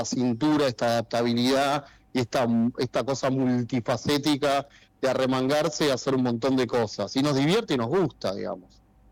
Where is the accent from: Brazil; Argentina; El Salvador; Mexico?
Argentina; somos argentinos